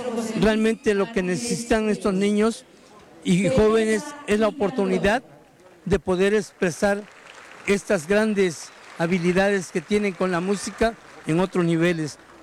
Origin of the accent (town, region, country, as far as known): Oaxaca, Mexico